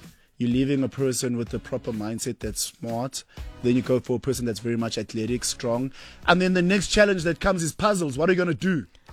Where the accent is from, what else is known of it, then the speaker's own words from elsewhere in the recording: Saudi Arabia; now in Reunion; but girl, we come from the Saudi, man.